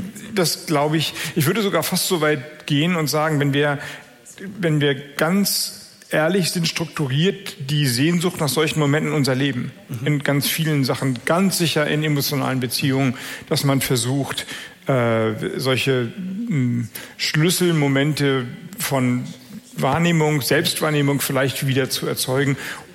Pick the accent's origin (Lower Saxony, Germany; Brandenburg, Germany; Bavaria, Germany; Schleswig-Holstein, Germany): Schleswig-Holstein, Germany; Kiel; moved away as an adult; also born or lived in Freiburg; Ich bin ja in Kiel groß geworden, in der Nähe von Kiel. Und als ich 18 war und Abitur gemacht habe, wollte ich nur weg.